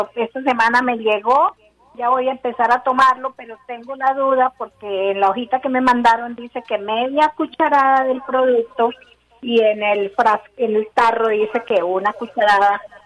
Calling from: Bogotá, Colombia; Aquí en Bogotá

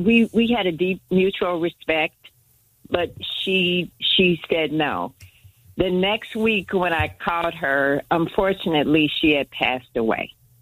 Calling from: Chicago, Illinois, United States; I'm from Chicago, Illinois

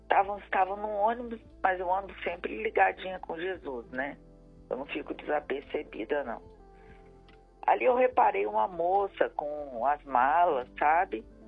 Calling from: Serra, Espírito Santo, Brazil; Eu estou falando aqui do Parque Jacaraípe, da cidade da Serra, estado do Espírito Santo.

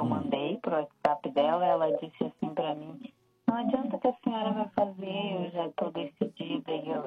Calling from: Porto Alegre, Rio Grande do Sul, Brazil; Eu sou daqui de Porto Alegre, sou da Assembleia.

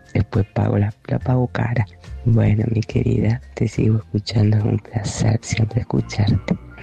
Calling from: Pergamino, Buenos Aires Province, Argentina; de Pergamino.

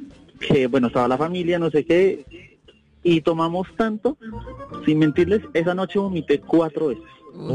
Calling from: Cota, Cundinamarca, Colombia; Yo vivo en Cota, pero estoy en estos momentos llegando a Tenjo, con Dinamarca.

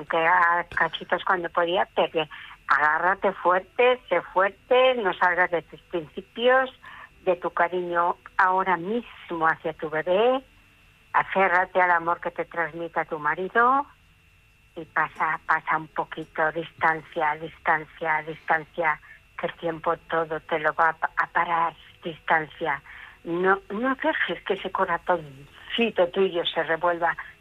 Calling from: León, Castile and León, Spain

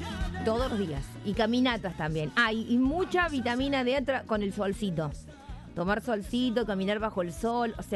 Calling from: Córdoba, Argentina; del Pocho.

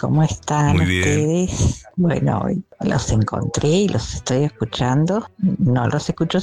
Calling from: Trinidad, Flores, Uruguay; un cariñoso abrazo desde Uruguay. … vivo en la ciudad de Trinidad.

